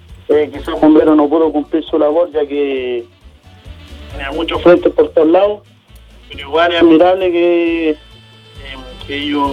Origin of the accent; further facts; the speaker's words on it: Chiguayante, Biobío, Chile; moved away as an adult; now in Penco, Chile; yo ahora no me encuentro en Chuguayante, yo soy nacido y criado en Chuguayante, sí, creo que te conozco del Liceo Chuguayante, siempre te escribo. Ahora estoy radicado acá en Penco.